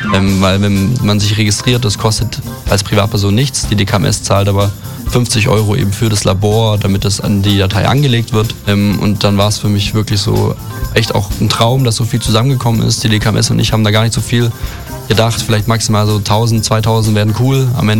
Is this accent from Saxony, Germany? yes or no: no; Crailsheim, Baden-Württemberg, Germany; aber auch vermehrt einfach aus Crailsheim, aus meinem Heimatort.